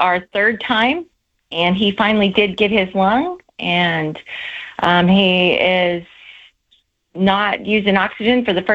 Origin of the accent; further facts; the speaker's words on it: Missouri, United States; We're from Missouri.